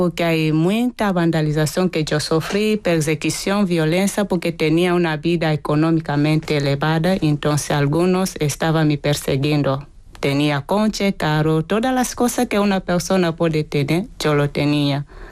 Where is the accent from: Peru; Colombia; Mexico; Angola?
Angola; Cabinda; moved away as an adult; now in Madrid, Spain; Yo vengo de Angola. Uh-huh. Mi ciudad se llama Cabinda.